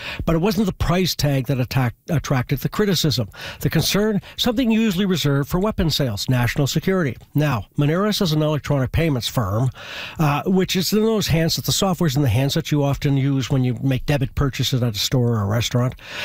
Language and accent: English; Halifax, Nova Scotia, Canada; also born or lived in Ottawa; because I grew up in Halifax where you can, you know, you see the fog bank literally down the road